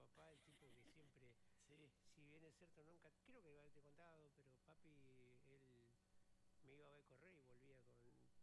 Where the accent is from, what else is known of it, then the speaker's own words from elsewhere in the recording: Neuquén, Argentina; neuquino y orgulloso de ser neuquino